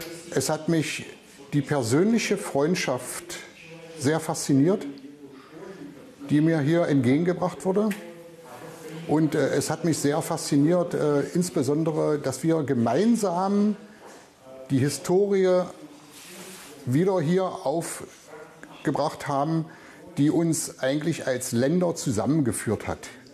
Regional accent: Germany

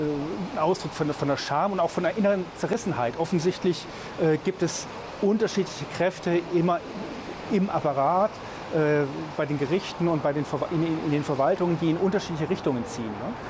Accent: Germany; ich als Deutscher

